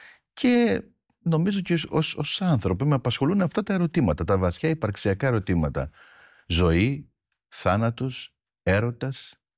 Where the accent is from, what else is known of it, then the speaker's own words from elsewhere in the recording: Heraklion, Crete, Greece; Μεγάλωσα στο Ηράκλειο, γεννήθηκα στο Ηράκλειο και μεγάλωσα στο Ηράκλειο από έναν πατέρα ποντιακής καταγωγής. Είχε έρθει δηλαδή στο Ηράκλειο από τη Μακεδονία. Παντρεύτηκε τη μητέρα μου, η οποία είναι Κρητικιά και με ρίζες από τη Σμύρνη βέβαια.